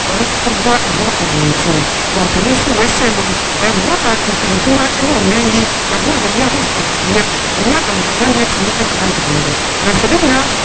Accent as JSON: {"language": "English", "country": "Ghana", "said": "I was from Ghana"}